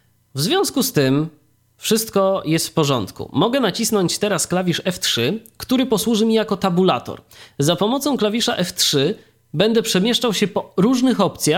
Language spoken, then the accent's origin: Polish; Iława, Warmian-Masurian Voivodeship, Poland; Czyli moje rodzinne miasto.